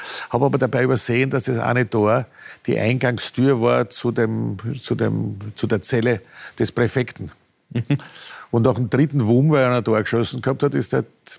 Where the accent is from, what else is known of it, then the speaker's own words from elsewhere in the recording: Altlengbach, Lower Austria, Austria; born there; Alt-Lenkbach war mein Geburtsort, weil meine Eltern zu dem Zeitpunkt gerade Lehrer dort gewesen sind.